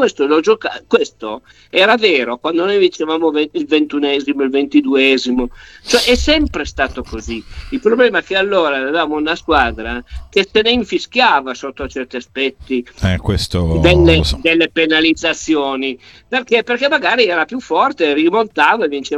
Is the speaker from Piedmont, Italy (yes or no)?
yes; Turin, Piedmont, Italy; io sono torinese